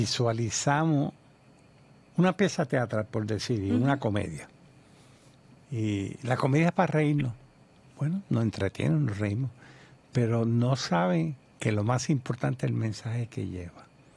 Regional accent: Trujillo Alto, Puerto Rico; yo soy del barrio de Pocas de Trujillo Alto.

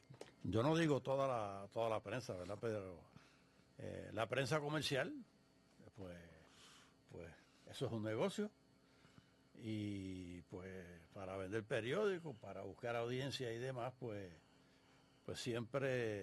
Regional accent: Puerto Rico

